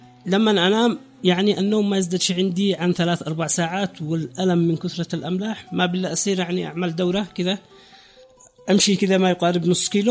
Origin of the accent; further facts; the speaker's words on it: Raymah, Yemen; انا من ريما